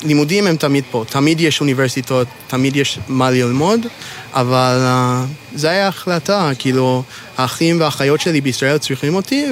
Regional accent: Toronto, Ontario, Canada; Hebrew is a second language; now in Kibbutz Lavi, Israel; אבל במקור אני מצפון אמריקה, מקנדה.

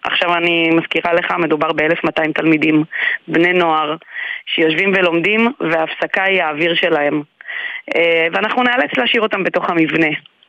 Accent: Kiryat Shmona, Northern District, Israel; אוקיי, אני ילידת קריית שמונה, אז אני מרגישה כאילו מעולם לא עזבתי, כי אני גם בוגרת בית הספר. אני בת 47

